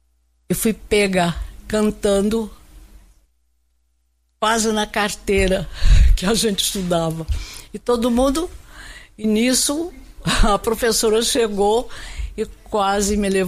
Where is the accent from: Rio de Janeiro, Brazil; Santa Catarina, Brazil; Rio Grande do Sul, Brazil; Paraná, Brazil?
Rio de Janeiro, Brazil; Campos; Sou do estado. Sou carioca de Campos, estado do Rio.